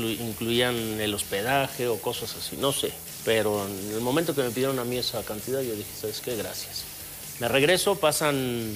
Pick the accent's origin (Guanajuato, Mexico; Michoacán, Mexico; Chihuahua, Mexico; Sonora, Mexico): Michoacán, Mexico; Senguio; moved away; es muy pequeño. Al final de cuentas es muy pequeño, pero a mí siempre me ha gustado, ¿no? Mi pueblo, lógicamente, por circunstancias de la vida y del tema del fútbol, pues nos alejamos un poco del pueblo